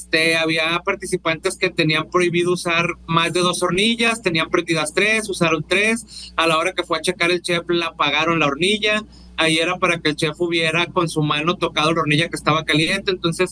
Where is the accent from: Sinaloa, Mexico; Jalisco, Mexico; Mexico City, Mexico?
Sinaloa, Mexico; Culiacán; soy de Culiacán.